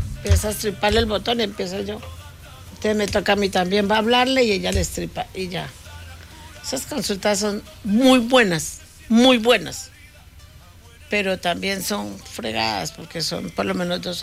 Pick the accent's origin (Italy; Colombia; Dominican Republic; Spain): Colombia; Así se habla en Colombia.